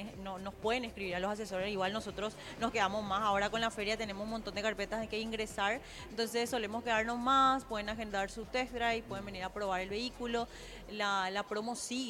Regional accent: Argentina; moved away; Yo soy de Yasucañín.

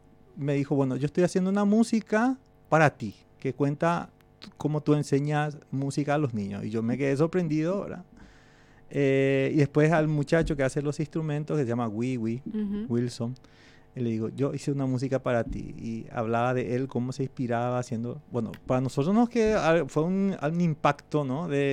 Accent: Carapeguá, Paraguarí, Paraguay; now in Asunción, Paraguay; como soy de Carapeguá, tenemos una pequeña quinta con mis padres. Me fui a Carapeguá casi un año.

